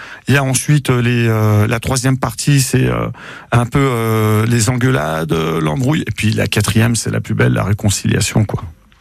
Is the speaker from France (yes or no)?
yes; Auvergne-Rhône-Alpes, France; moved away as an adult; now in Montpezat, France; maintenant je me retrouve ici dans le Gard et à Montpezat. L'histoire est bouclée parce que j'ai vécu plus ici dans le Gard que chez moi en Haute-Savoie